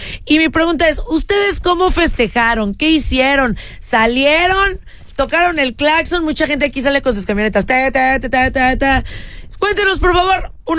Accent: Mexico; Yo soy mexicano, esta es mi bandera.

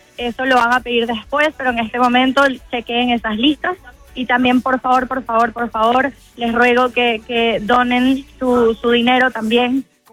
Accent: Venezuela; now in Miami, United States; No somos solamente los venezolanos

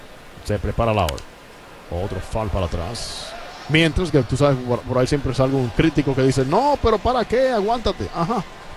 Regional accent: Dominican Republic; estamos orgullosísimos de él como dominicanos

